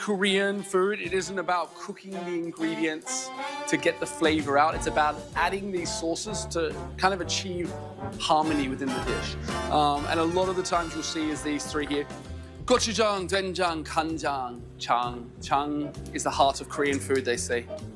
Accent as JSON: {"language": "English", "country": "Australia", "said": "I come from Australia, and in Australia, we're quite a young country."}